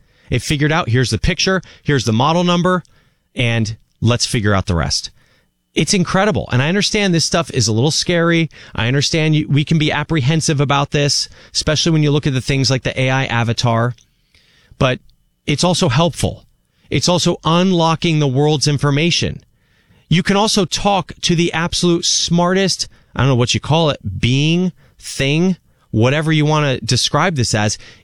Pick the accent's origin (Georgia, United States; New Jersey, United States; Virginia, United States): New Jersey, United States; born or raised there